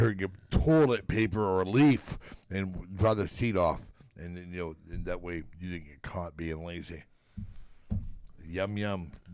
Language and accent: English; Glendale, United States; growing up in Glendale, we never had heated anything.